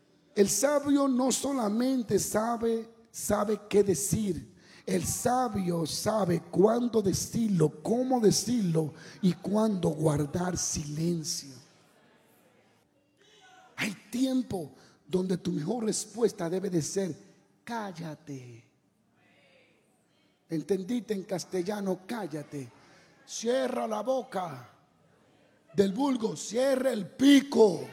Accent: Dominican Republic; Yo soy dominicano.

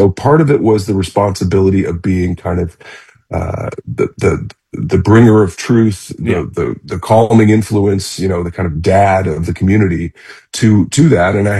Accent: St. Louis, Missouri, United States; I grew up in St. Louis in the 70s.

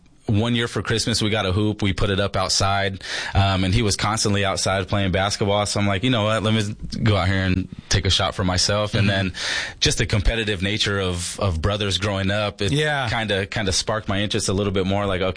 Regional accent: Yuma, Arizona, United States; Born and raised in Yuma. Yep. Played sports here my whole life, ventured off to college

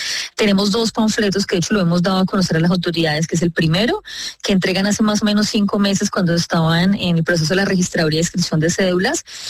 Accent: Meta, Colombia; los que somos del Meta y conocemos el conflicto de nuestro departamento

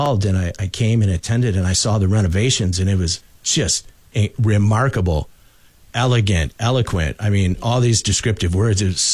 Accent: Flint, Michigan, United States; I'm from Flint. I was born in Flint.

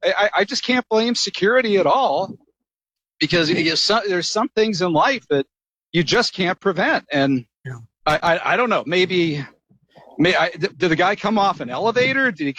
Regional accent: Butler, Pennsylvania, United States; my hometown of Butler, Pennsylvania.

